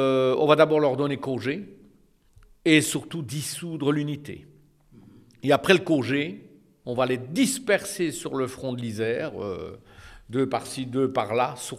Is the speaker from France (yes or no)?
no; Belgium; chez nous en Belgique